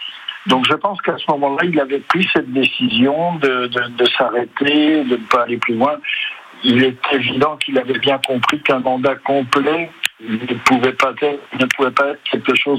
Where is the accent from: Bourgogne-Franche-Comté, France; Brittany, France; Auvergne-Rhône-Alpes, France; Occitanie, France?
Bourgogne-Franche-Comté, France; Beaune; moved away; on n'est pas de la grande ville ni l'un ni l'autre, lui venait de Senur, moi je venais de Beaune